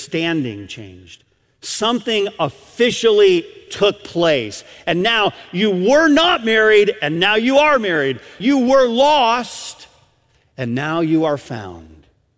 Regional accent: Michigan, United States; I'm a Michigander. I grew up in Michigan.

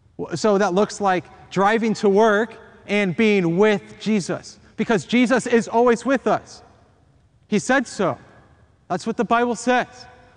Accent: Las Vegas, Nevada, United States; moved away; I was born and raised in Las Vegas, and I love Las Vegas.

